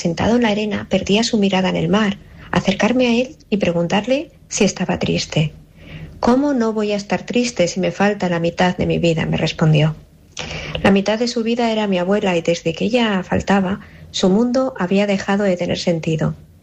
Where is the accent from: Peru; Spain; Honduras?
Spain; Perlora, Asturias; y a mi infancia en Perlora, un paraíso frente al Cantábrico.